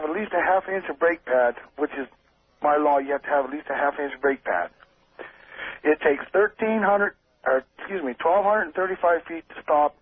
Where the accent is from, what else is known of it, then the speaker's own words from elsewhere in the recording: Great Falls, Montana, United States; I'm originally from Great Falls, Montana.